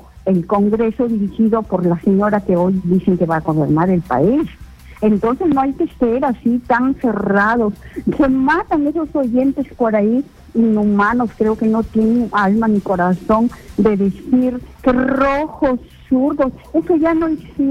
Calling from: Piura, Peru; de Piura.

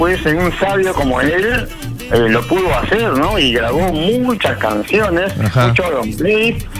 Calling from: Trujillo, La Libertad, Peru; Buenos días … de Trujillo.

